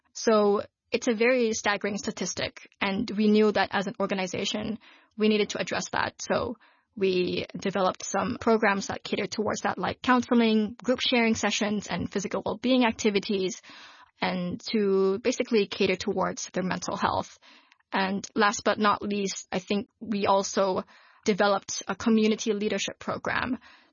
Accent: Hong Kong; And I guess as a Filipino, I do feel that in a sense, I am quite privileged in the way that I'm able to adapt to the Hong Kong culture because I was raised in it. I know Chinese and I have family living here with me.

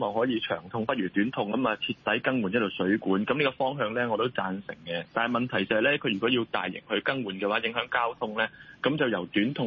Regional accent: Tuen Mun, New Territories, Hong Kong; 我哋屯門人好多人都係出去市區嗰邊返工㗎啦

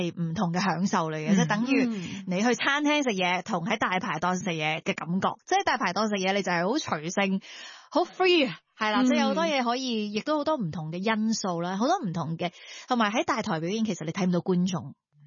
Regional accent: Canada; now in Hong Kong; 其实我细个喺加拿大嘅时候系歌唱比赛出身啦，然之后已经喺本地嘅一啲电视台做主持。

